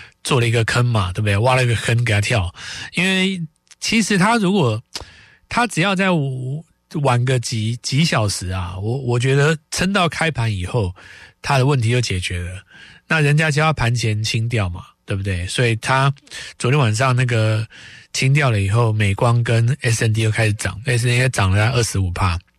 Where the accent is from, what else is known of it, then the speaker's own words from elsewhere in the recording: Taiwan; 那我们台湾这边的话，